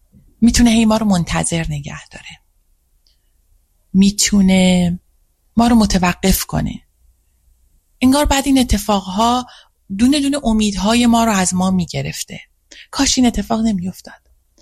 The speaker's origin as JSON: {"language": "Persian", "country": "Iran", "said": "فکر کردم که خانه من در وطنم در حال سوختنه"}